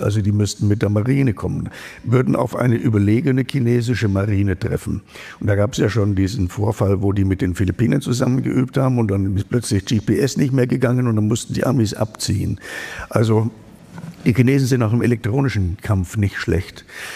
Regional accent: Germany

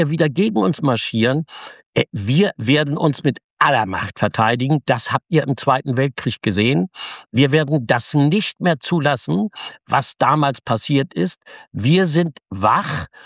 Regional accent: Germany; du wirst als Deutscher so positiv behandelt

